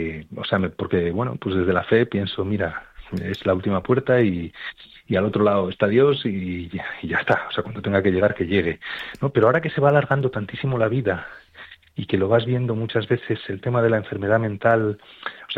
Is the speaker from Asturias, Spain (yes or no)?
yes; Asturias, Spain; del Oviedo, y eso que estamos ahora en duelo, estamos ahora en duelo ya que estamos matemáticamente descendidos, pero